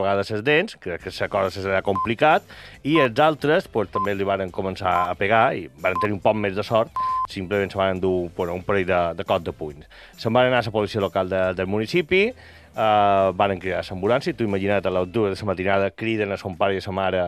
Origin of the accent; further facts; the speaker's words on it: Inca, Balearic Islands, Spain; born there; Jo soc nascut a Inca i sempre n'hi ha hagut.